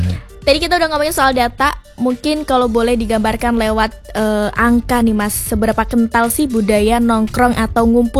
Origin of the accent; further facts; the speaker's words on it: Klaten, Central Java, Indonesia; Enak ya, karena juga apalagi sebagai aku juga orang desa ya, aku dari Klaten, teman peradua. Dari orang desa tuh kadang kita rumahnya kan apa ya, deket-deket gitu lah.